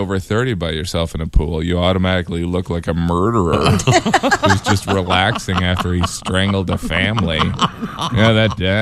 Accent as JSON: {"language": "English", "region": "Indiana", "country": "United States", "said": "I used to dip when I was growing up. I'm from Indiana"}